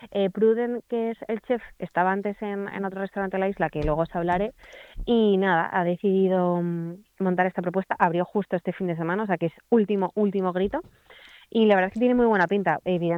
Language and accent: Spanish; Madrid, Community of Madrid, Spain; now in Menorca, Spain; Claro, yo vengo de Madrid, las gildas ya es como el pan de cada día, pero claro, aquí ver en Menorca gildas es algo como bastante exótico.